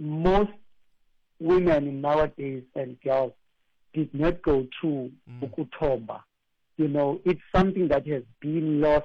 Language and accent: English; Engcobo, Eastern Cape, South Africa; I'm coming from Engcobo, in a small village where the villagers, they take accountability of what is happening within the village.